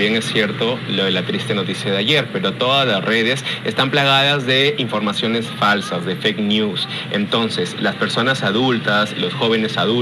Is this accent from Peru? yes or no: yes; Piura, Peru; las personas piuranas